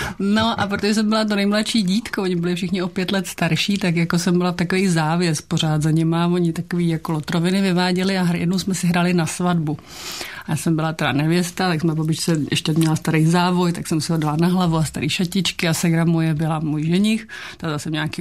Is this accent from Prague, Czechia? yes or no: yes; Prague, Czechia; Já jsem Pražačka, moje maminka teda z Moravy, z Kroměříže, ale táta už nežije, ale byl Pražák, takže jsem křtěná Vltavou, narodila jsem se tady.